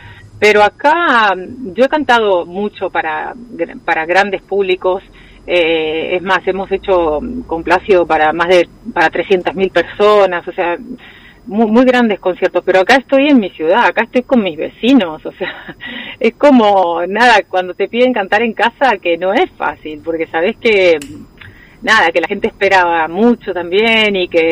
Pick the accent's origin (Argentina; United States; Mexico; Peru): Argentina; Santa Fe; moved away; poder también representar a mi Santa Fe